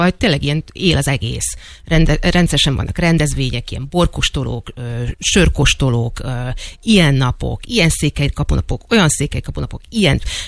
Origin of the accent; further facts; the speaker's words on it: Budapest, Hungary; vagyok vekerlei, hogy mi 3 évvel ezelőtt, ugye mi egy utcával feljebb költöztünk, tehát mi gyakorlatilag kiköltöztünk Vekkerléről. Tehát én most már kispesti vagyok, már nem klasszik bent a Vekkerlé.